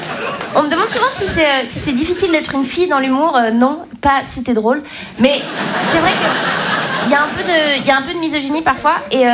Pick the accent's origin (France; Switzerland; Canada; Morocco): Switzerland; Romandy